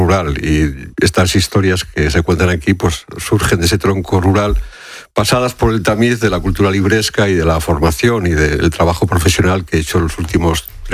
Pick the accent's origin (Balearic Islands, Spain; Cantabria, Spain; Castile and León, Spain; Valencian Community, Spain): Castile and León, Spain; Fermoselle; Eso es una casa de mi pueblo, de Fermoselle.